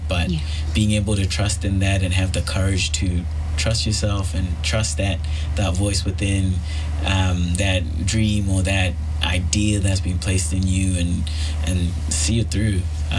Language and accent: English; Zimbabwe; Everyone who I talk to and I tell them I'm from Zimbabwe, they're always like, I've got a friend from Zimbabwe.